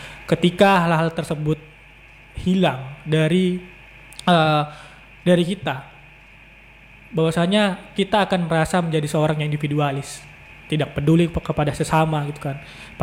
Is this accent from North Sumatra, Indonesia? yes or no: yes; Pandan, North Sumatra, Indonesia; Saya di Lubuk Toko Baru sih kak.